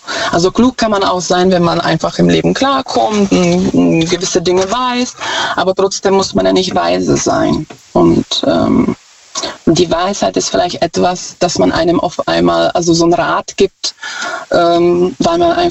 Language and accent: German; Czechia; German is a second language; now in Germany; Ich komme ursprünglich aus Tschechien.